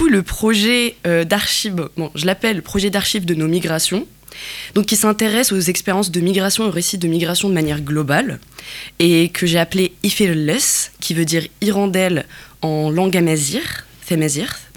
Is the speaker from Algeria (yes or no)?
yes; Algeria; et moi je viens d'Algérie, ah toi aussi tu viens d'Algérie, et on s'est regardé dans les yeux